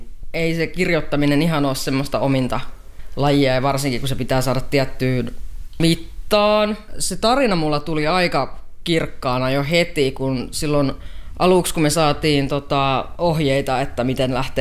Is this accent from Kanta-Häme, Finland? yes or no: yes; Parola, Kanta-Häme, Finland; now in Menkijärvi, Alajärvi, Finland; Mä oon lähtöisin Parolasta, Kanta-Hämeestä.